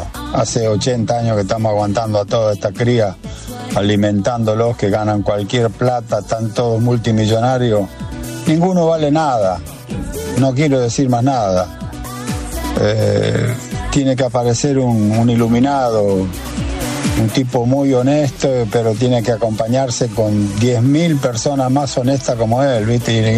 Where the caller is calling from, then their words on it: Santa Teresita, Buenos Aires Province, Argentina; Le está hablando … de acá del Partido de la Costa, Santa Teresita.